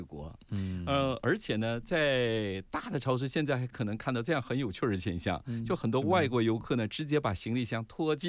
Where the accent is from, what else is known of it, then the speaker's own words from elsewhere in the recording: China; now in South Korea; 比如说我们是中国人，